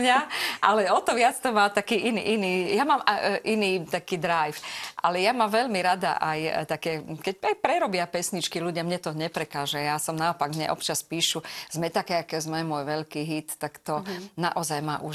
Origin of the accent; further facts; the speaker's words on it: Stropkov, Prešov Region, Slovakia; moved away as an adult; also born or lived in Svidník; ja pochádzam zo Stropkova, zo severu východu Slovenska